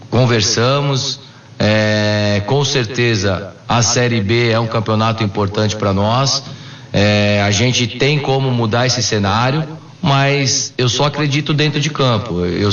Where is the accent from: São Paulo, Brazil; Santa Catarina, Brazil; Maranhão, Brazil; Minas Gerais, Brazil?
São Paulo, Brazil; sou de São Paulo